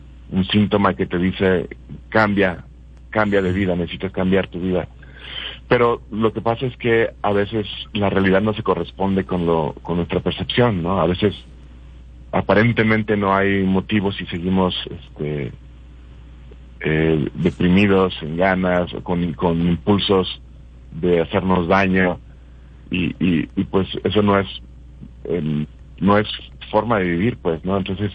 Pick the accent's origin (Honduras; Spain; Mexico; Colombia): Mexico; Guadalajara, Jalisco; moved away as an adult; also born or lived in London; now in Mexico City, Mexico; bueno, yo estudié efectivamente teatro en Guadalajara. Soy de Guadalajara y estudié allá, y después trabajé profesionalmente allá unos años. Después tuve la inquietud de, no sé, esa inquietud de juventud de salir. Me fui a vivir a Londres, viví en Londres 2 años.